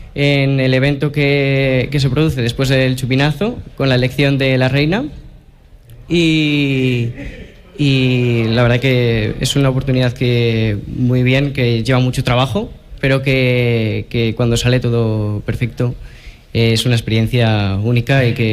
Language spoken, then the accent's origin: Spanish; Guijuelo, Castile and León, Spain; la verdad es que un gusto estar aquí y haberos recibido aquí en mi pueblo.